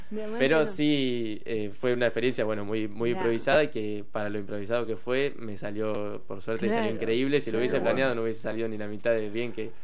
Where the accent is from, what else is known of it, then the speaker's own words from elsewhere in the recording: Argentina; moved away as an adult; yo soy argentino, estoy jugando en China